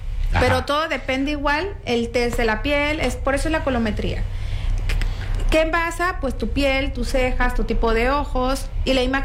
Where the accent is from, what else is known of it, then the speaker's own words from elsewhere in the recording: Tabasco, Mexico; moved away; me animé a emprender aquí en Tabasco, en mi tierra, porque pues ya tenía 11 años fuera.